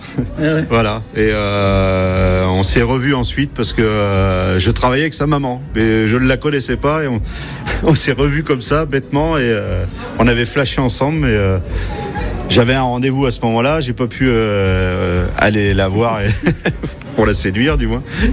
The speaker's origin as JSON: {"language": "French", "region": "Normandy", "country": "France", "said": "Mon parcours, moi, au départ, je viens de Normandie, donc j'aime bien travailler le poisson"}